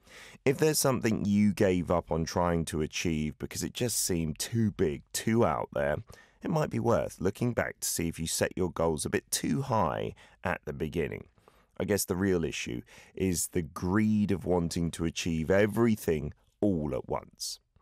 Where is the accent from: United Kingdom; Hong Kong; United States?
United Kingdom; the UK, my home country